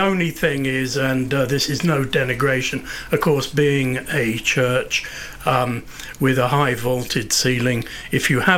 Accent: Taunton, South West England, United Kingdom; also born or lived in Devon; I grew up in Somerset, but I'm actually a Devon boy. And I grew up in Taunton in Somerset.

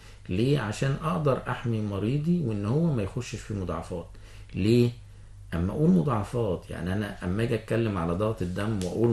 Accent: Egypt; احنا في مصر

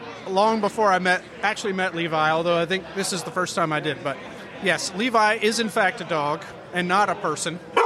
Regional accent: Port Coquitlam, British Columbia, Canada; I came from Port Coquitlam, just outside of Vancouver, Canada.

